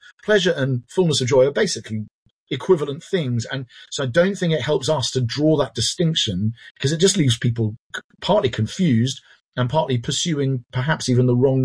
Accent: England, United Kingdom; Yeah, I'm English and very proud.

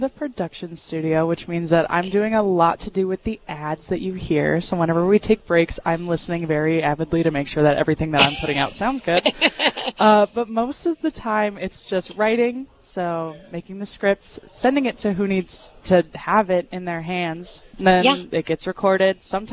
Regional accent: Bismarck, North Dakota, United States; But originally from Bismarck.

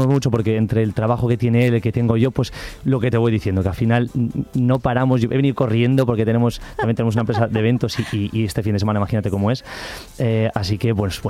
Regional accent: Puente Viesgo, Cantabria, Spain; Yo soy de aquí, realmente soy de Puente Viesgo, pero vamos, soy de aquí, de Cantabria.

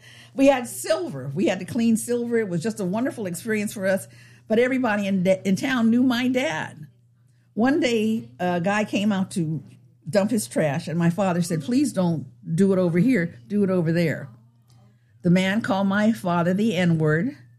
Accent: United States; I grew up black in America. I was in my 40s at that time, maybe 50s.

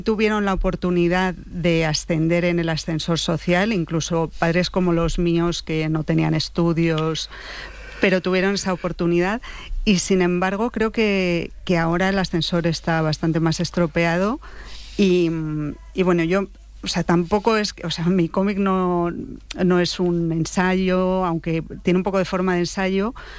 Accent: Valladolid, Castile and León, Spain; now in Madrid, Spain; Es la Elipa en Madrid, pero yo originalmente soy de Valladolid. El primer barrio en el que viví es Los Vadillos, que es un barrio obrero de Valladolid

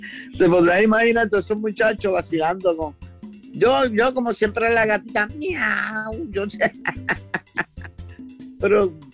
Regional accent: Puerto Rico; Con quien hice la primera vez coro fuera de mi Puerto Rico fue con el señor

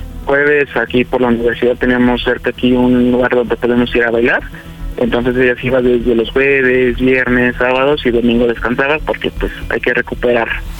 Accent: Puebla, Mexico; Tengo 24 años y soy de la ciudad de Puebla.

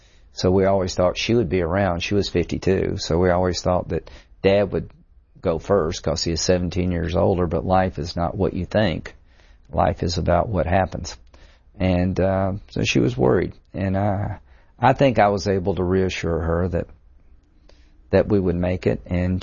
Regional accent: Central, South Carolina, United States; Yeah, I grew up in Central, a small cotton mill town.

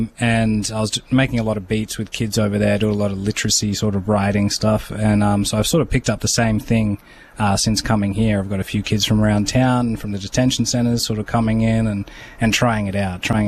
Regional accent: Armidale, New South Wales, Australia; moved away as an adult; now in Tennant Creek, Australia; I grew up in Armidale, New South Wales, which is like northern New South Wales. Apparently the highest city in Australia.

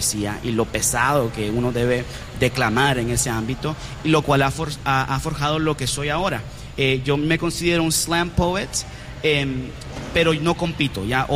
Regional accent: Nicaragua; porque soy nicaragüense y en Nicaragua desaparecen gente por eso.

